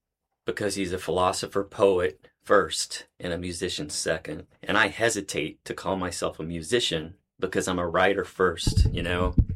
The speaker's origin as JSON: {"language": "English", "region": "Southern United States", "country": "United States", "tie": "born or raised there", "said": "I grew up in the Pentecostal Southern Bible Belt in a bit of a, I'm going to say cult-like environment"}